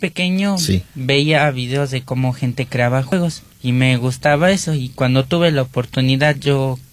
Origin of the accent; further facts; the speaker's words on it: Tezontepec de Aldama, Hidalgo, Mexico; soy originario de Tezontepec de Aldama, alumno de la Escuela General Niños Héroes de Chapultepec, ubicada en la Colonia Centro.